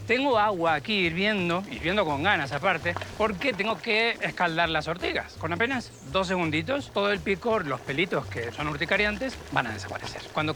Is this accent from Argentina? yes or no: yes; Argentina; moved away; algunas cosas de mi tierra, de Argentina